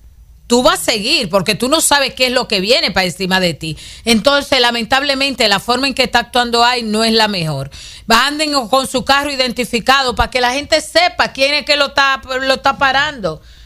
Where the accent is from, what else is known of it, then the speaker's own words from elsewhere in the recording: Dominican Republic; nosotros no, los dominicanos.